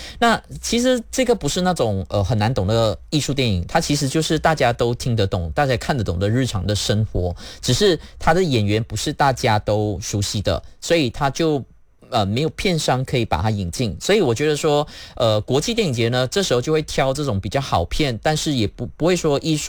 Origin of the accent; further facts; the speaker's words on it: Malaysia; 我们马来西亚人